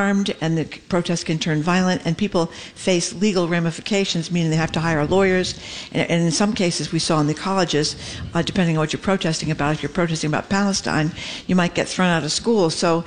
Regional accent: Ireland; I remembered her name because I'm Irish and because her name is similar to mine.

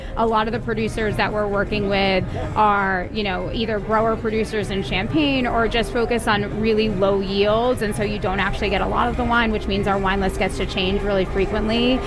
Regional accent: Swampscott, Massachusetts, United States; I'm originally from Swampscott, we moved back in 2013

